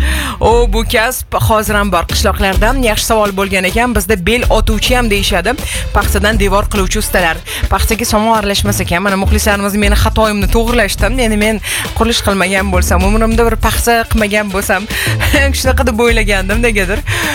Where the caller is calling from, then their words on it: Karakalpakstan, Uzbekistan; Qora qalpoq Samdaryodanman.